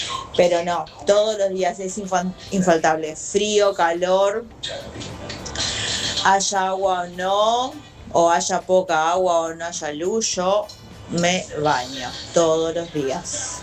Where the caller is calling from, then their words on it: Monte Grande, Buenos Aires Province, Argentina; de Monte Grande